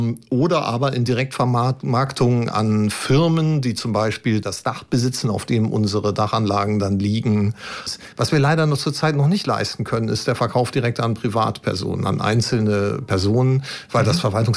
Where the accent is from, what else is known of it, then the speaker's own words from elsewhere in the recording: Lower Saxony, Germany; born there; now in Braunschweig, Germany; ich bin 57 Jahre alt, gebürtig in der Lüneburger Heide und aber seit jetzt schon fast 30 Jahren Braunschweiger